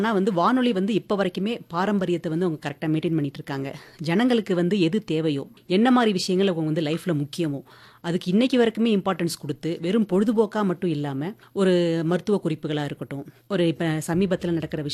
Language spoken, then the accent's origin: Tamil; Chennai, Tamil Nadu, India; நான் வந்து பிறந்து வளர்ந்ததெல்லாம் சென்னையில.